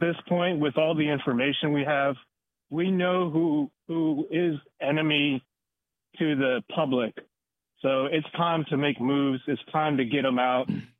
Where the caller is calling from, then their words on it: Maryland, United States; Hi, this is … from Maryland.